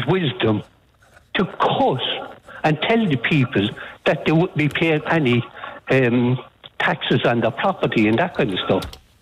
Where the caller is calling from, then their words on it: Cork, Munster, Ireland; I'm from Cork.